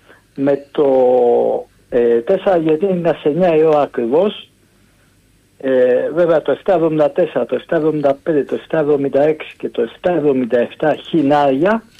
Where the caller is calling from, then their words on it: Chaidari, Attica, Greece; από το Χαϊδάρι.